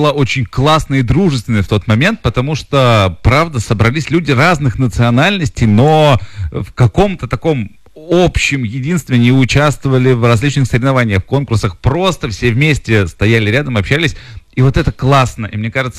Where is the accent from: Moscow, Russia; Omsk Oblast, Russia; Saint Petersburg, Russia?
Omsk Oblast, Russia; Omsk; moved away; я родом из Омска, у нас там совершенно другие игры были в детстве